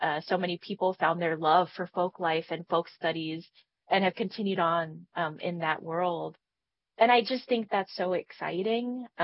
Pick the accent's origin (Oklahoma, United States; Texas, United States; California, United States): Texas, United States; El Paso; now in Kentucky, United States; And I'm originally from Texas, like that's where I grew up. In El Paso, Texas.